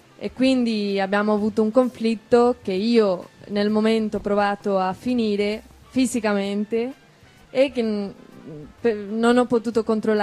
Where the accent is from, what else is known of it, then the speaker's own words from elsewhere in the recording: Spain; Italian is a second language; moved away; sono spagnola